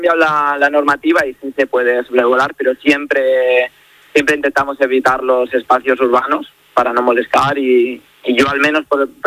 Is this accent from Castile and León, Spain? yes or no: yes; Benavente, Castile and León, Spain; Soy de Benavente.